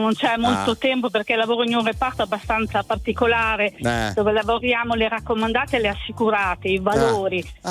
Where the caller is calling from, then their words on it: Bologna, Emilia-Romagna, Italy; io chiamo da Bologna